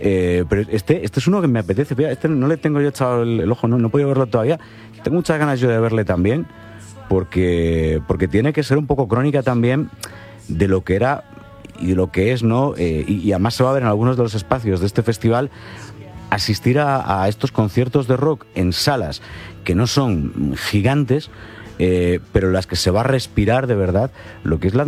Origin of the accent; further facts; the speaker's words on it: Galicia, Spain; now in Madrid, Spain; Mira, yo soy gallego, pero llevo muchos años viviendo en Madrid.